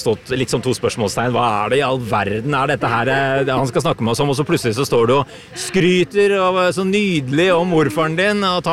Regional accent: Lillehammer, Innlandet, Norway; jeg er jo fra Lillehammer

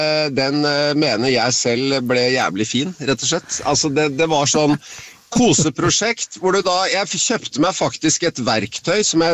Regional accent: Bærum, Akershus, Norway; jeg vokste opp på Høvik, da bodde vi jo ved sjøen

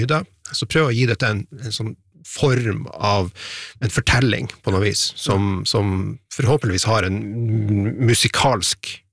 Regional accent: Steigen, Nordland, Norway; now in Sortland, Norway; Jeg fra Steigen, som noen timer sør om der.

